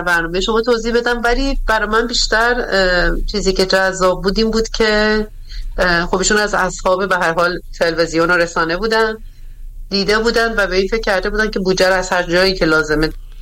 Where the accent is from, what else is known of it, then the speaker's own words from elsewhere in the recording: Iran; من به شخصه به عنوان یک ایرانی طبیعتاً و به عنوان یک جامعه شناس